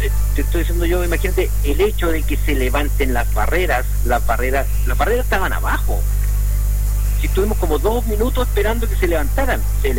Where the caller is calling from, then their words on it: Chile; estamos como buen chileno esperando